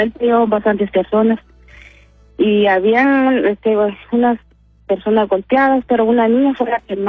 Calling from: Honduras; de la aldea de Guasores.

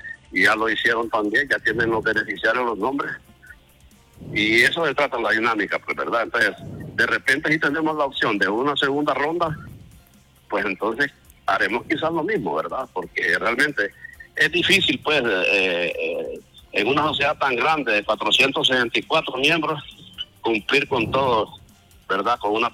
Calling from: Olanchito, Yoro, Honduras

